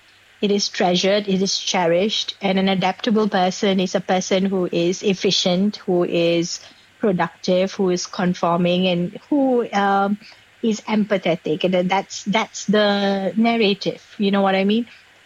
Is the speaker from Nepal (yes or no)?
no; Singapore; I grew up in Singapore and, you know, we Singaporeans struggle with tradition and progression and modernity.